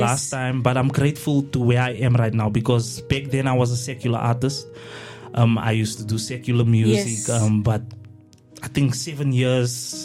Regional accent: Johannesburg, Gauteng, South Africa; I'm from Yaldos, Yaldorado Park.

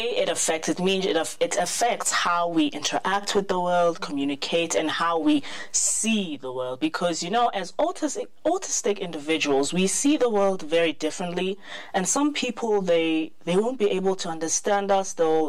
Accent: Soweto, Gauteng, South Africa; I'm originally from Soweto.

